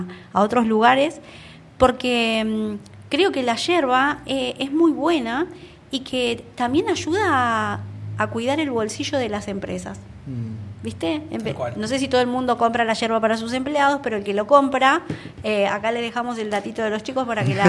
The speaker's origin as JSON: {"language": "Spanish", "town": "Cinco Saltos", "region": "Río Negro", "country": "Argentina", "tie": "born or raised there", "said": "yo soy de Cinco Saltos, criada en Cinco Saltos."}